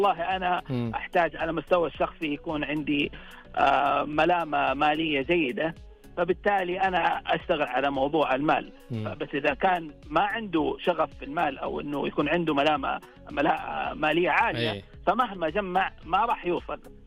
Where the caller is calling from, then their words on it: Jeddah, Makkah Province, Saudi Arabia; أنا من جدة.